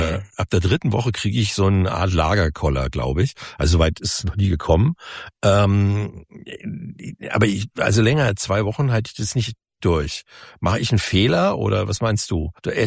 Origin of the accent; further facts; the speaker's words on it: Munich, Bavaria, Germany; wo ich als Münchner ja manchmal hinfahre